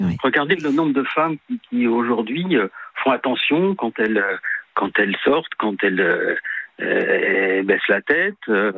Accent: Paris, Île-de-France, France; quand j'étais gamin, à Paris, je prenais le métro tout seul, j'avais 10 ans

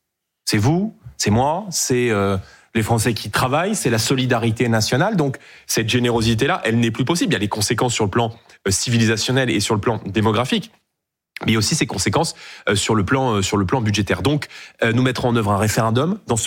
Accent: Île-de-France, France; Vous savez que moi, j'ai grandi en Seine-Saint-Denis et j'ai grandi dans des territoires où beaucoup de gens aujourd'hui ne reconnaissent plus la France qu'ils ont aimée, la France dans laquelle ils ont grandi.

